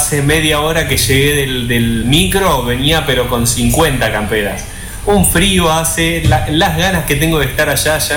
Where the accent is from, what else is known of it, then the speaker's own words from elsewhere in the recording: Mar del Plata, Buenos Aires Province, Argentina; Soy marplatense, exactamente.